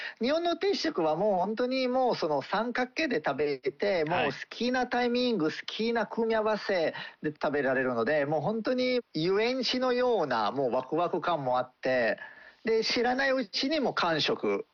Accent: Piedmont, Italy; moved away; 僕もピエモンテ出身なので、

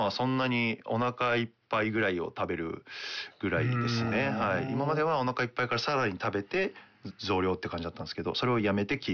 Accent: Nagoya, Aichi, Japan; はい、名古屋です

